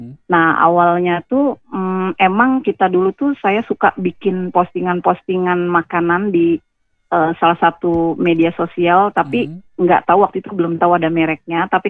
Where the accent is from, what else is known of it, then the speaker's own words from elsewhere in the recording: Jakarta, Indonesia; now in Bogor, Indonesia; Sebenarnya saya datang tuh asalnya dari Jembatan 5 Jakarta Barat. Oh, deket. Iya, saya sekolahnya di Jakarta Utara. Tapi sekarang saya produksinya itu di Kota Bogor.